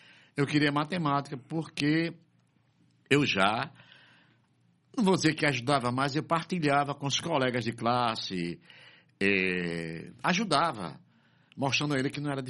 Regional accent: Recife, Pernambuco, Brazil; born there; Eu nasci em Recife.

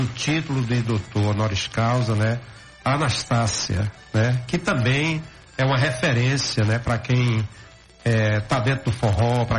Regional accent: Ouricuri, Pernambuco, Brazil; moved away as an adult; vim do interior para estudar aqui na universidade, né? De Ulicuri, e estou aqui desde sempre. E volto de vez em quando à minha terra, né?

